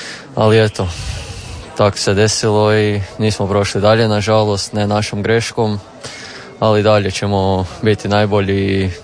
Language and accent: Croatian; Gornja Stubica, Krapina-Zagorje County, Croatia; Ne, ja sam iz Gornje Stubice.